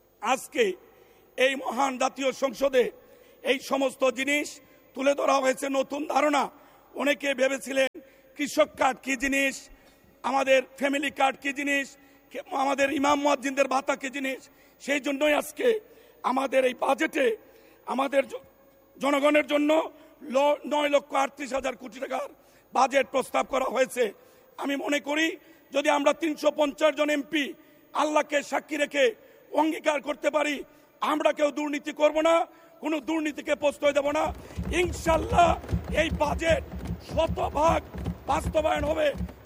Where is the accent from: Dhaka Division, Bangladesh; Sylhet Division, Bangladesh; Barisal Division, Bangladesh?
Sylhet Division, Bangladesh; Habiganj